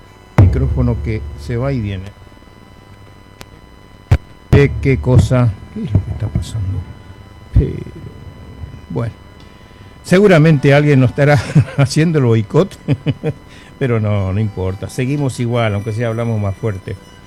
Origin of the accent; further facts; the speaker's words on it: Presidencia de la Plaza, Chaco, Argentina; para toda la gente de mi pueblo, Presidencia de la Plaza